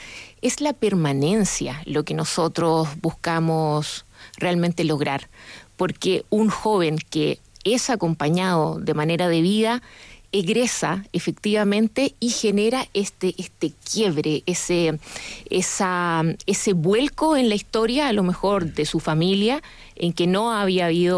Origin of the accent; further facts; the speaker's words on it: Los Ángeles, Biobío, Chile; moved away as an adult; now in Santiago, Chile; Yo puntualmente vengo de Los Ángeles, en el Biobío